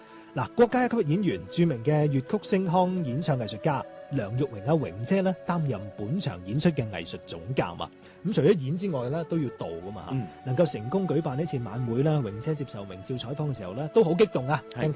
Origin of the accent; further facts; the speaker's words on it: Guangdong, China; 珠玑古巷咧就係我哋廣府人由中原落嚟之後。入到岭南第一处经过嘅地方